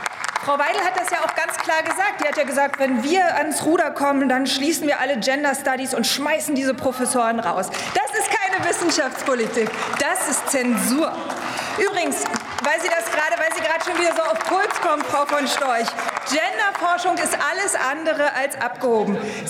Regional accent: East Germany, Germany; Als Ostdeutsche

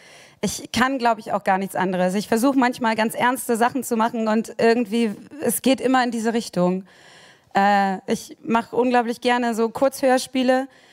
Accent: Cuxhaven, Lower Saxony, Germany; die ist so schön norddeutsch, ich komme aus Cuxhaven

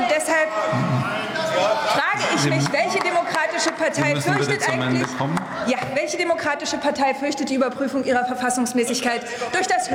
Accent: East Germany, Germany; Als Ostdeutsche ist es mir natürlich auch persönlich ein Anliegen, dass wir endlich auch mehr ostdeutsche Universitäten in der Exzellenzliga haben.

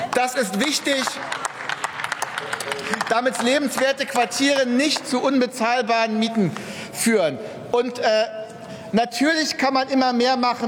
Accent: Berlin, Germany; Und Berlin, da wo ich herkomme, da ist es sogar jede vierte Person, die in einem Gebiet lebt, in der Städtebauförderung aktiv ist.

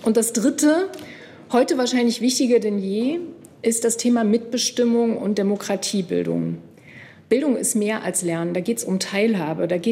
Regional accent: Thuringia, Germany; das sage ich auch als Thüringerin ganz bewusst

